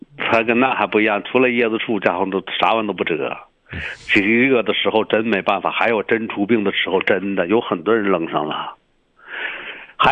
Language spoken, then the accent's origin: Chinese; Heilongjiang, China; 咱们黑龙江这边